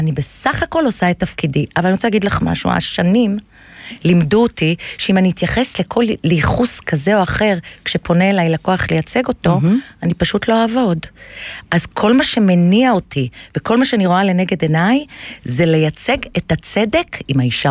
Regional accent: Tiberias, Northern District, Israel; born there; moved away as an adult; also born or lived in London; נולדתי בטבריה

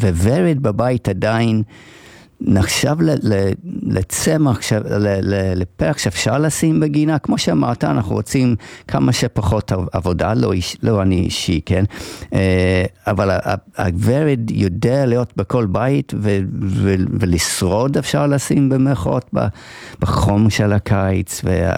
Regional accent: England, United Kingdom; now in Israel; גדלתי באנגליה

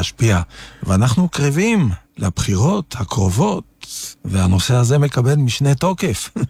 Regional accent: Netanya, Central District, Israel; דרך אגב, אני ויוני גדלנו באותה השכונה. כן, כן, כאן בנתניה.

